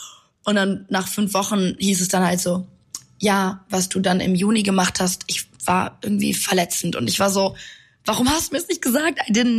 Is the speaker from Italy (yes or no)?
yes; Italy; born or raised there